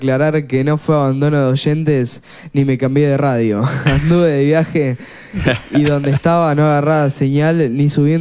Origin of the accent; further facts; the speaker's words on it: Argentina; Es como reencontrarnos con nuestros abuelos, con nuestras costumbres y con esa identidad que nos une como argentinos.